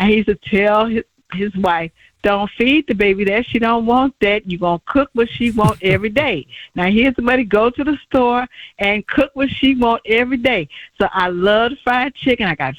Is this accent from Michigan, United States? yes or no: yes; Detroit, Michigan, United States; I'm from Detroit.